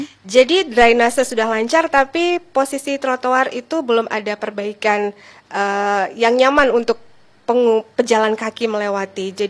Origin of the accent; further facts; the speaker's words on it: Sampang, East Java, Indonesia; sebagai orang Sampang